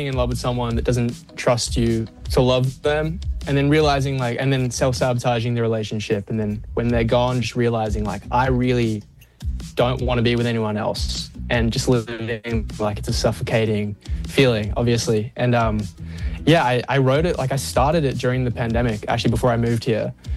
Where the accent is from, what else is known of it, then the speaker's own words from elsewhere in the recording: Perth, Western Australia, Australia; now in Los Angeles, United States; Yeah, I'm from Perth.